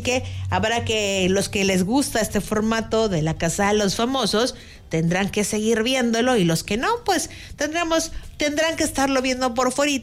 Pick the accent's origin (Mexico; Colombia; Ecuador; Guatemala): Mexico; para nosotros como mexicanos